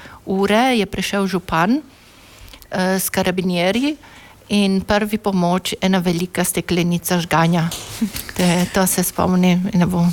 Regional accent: Resia, Friuli-Venezia Giulia, Italy; 11 let sem bila stara takrat, torej jaz sem iz Solbice

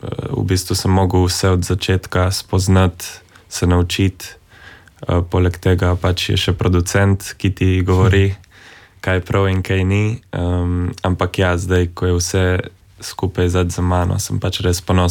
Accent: Littoral, Slovenia; now in Ljubljana, Slovenia; mislim, sej ne vem, koliko se niti sliši, ampak če se res daš na to, slišeš eno melodijo, na katero smo Primorci zelo ponosni.

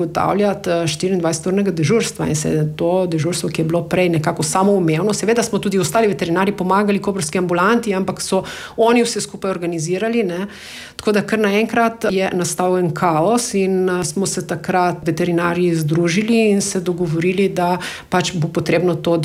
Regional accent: Slovenian Littoral, Slovenia; smo pač Primorci edini

